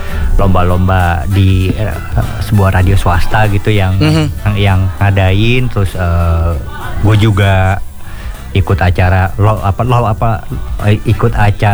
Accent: South Jakarta, Jakarta, Indonesia; Susah karena kita anak Jaksel gitu.

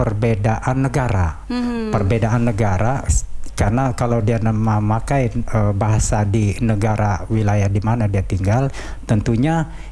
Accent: North Kalimantan, Indonesia; Nah, kalau kami orang Tidung itu Bejiu Sapor.

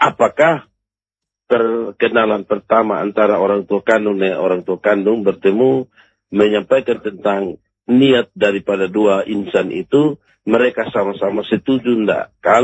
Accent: East Nusa Tenggara, Indonesia; Saya sementara di kampung saya di Desa Tunbaun.

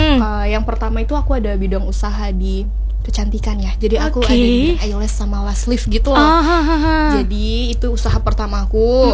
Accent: Java, Indonesia; Karena aku itu orang Jawa, ibu aku juga orang Jawa.

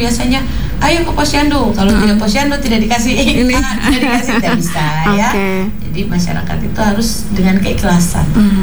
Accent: Fakfak, West Papua, Indonesia; kita orang Fafak ini, Fafak ini suka musik.

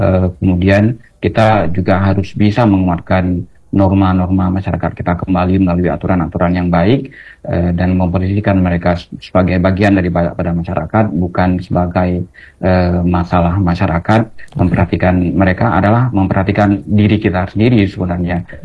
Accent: Aceh, Indonesia; masyarakat kita Aceh

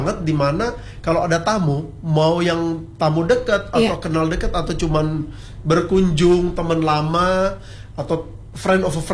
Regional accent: Manado, North Sulawesi, Indonesia; kita orang Manado

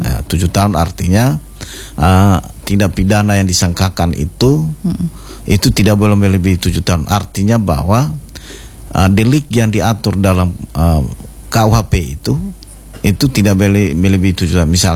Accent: East Nusa Tenggara, Indonesia; kita orang NTT ini harga diri nomor satu, Pak.

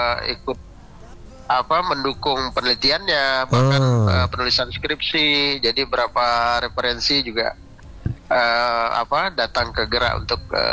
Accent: Sabang, Aceh, Indonesia; born there; tempat kelahiran saya di Sabang ya. Di Sabang.

